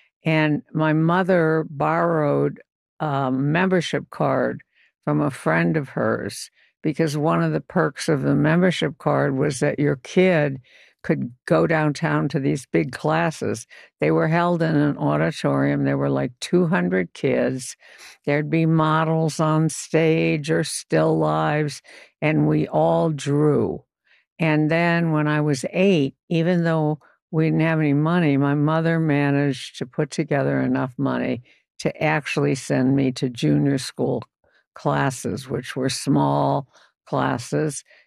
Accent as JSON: {"language": "English", "town": "Chicago", "region": "Illinois", "country": "United States", "tie": "born or raised there", "said": "And I grew up in Chicago. At 5, I started."}